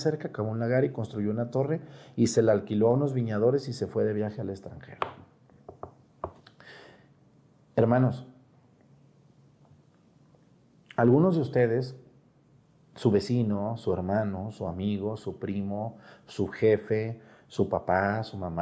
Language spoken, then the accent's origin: Spanish; Mexticacán, Jalisco, Mexico; moved away; ese señor tenía un rancho ahí cerca de mi pueblo, en Mexicacán.